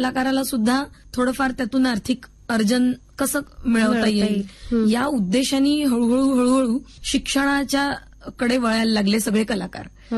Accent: Nagpur, Maharashtra, India; म्हणजे मी नागपूरची आहे म्हणून नागपूरचं सांगतीये की इथे MFA डिपार्टमेंट आहे ललित कला विभाग

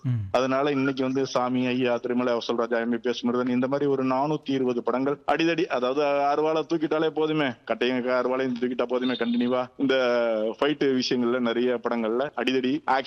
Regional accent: Amalipuram, Tamil Nadu, India; என்னுடைய சொந்த மாவட்டம் தூத்துக்குடி. நான் திருச்செந்தூர், தூத்துக்குடி பக்கத்துல இருக்கிற திருச்செந்தூர், திருச்செந்தூர் பக்கத்துல இருக்கிற அமளிபுரம், அதாவது மீனவ கிராமம், இங்கதான் நான

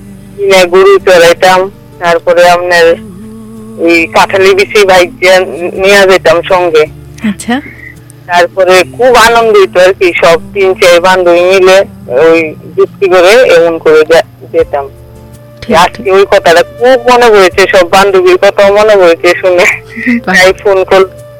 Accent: Bishalgarh, Tripura, India; ছোটবেলা আমাদের গ্রামে বাড়ি ছিল তো, বিশালগড়ের দিকে।

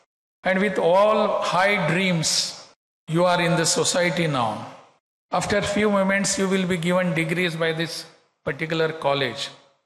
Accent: Goa, India; Even in some places, I am coming from Goa. In Goa, we call learned persons as doctors.

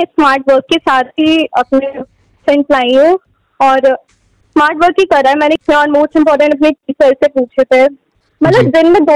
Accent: Rampur, Uttar Pradesh, India; और मैं रामपुर से हूँ।

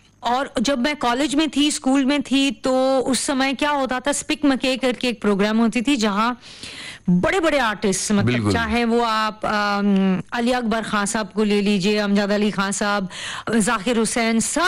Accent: Pune, Maharashtra, India; born there; मैं एक्चुअली पुणे में पैदा हुई थी

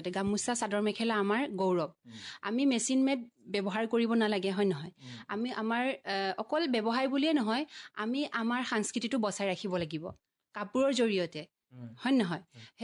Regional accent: Biswanath Chariali, Assam, India; also born or lived in Morigaon; মোৰ মাৰ ঘৰ বিশ্বনাথ চাৰিআলি।

